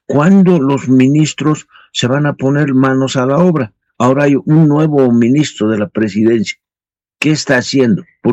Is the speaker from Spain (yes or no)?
no; Bolivia; no permite privatizaciones de nuestras empresas como bolivianos